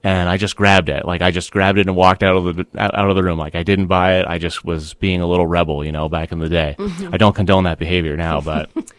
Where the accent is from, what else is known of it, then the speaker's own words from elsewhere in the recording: Castleton, Vermont, United States; Castleton State College before it was the university. Mm-hmm. And that's my hometown